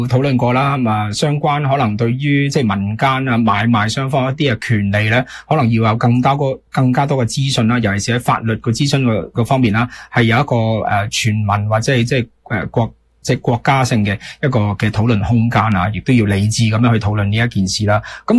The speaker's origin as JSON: {"language": "Cantonese", "country": "Hong Kong", "moved": "yes", "said": "我哋原居地啦，可能係即係我嚟自香港啦"}